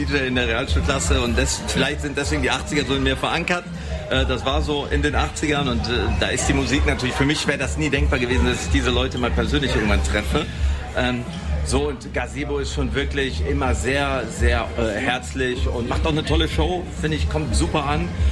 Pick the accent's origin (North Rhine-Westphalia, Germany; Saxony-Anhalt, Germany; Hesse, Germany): North Rhine-Westphalia, Germany; Also tatsächlich komme ich aus der Nähe von Köln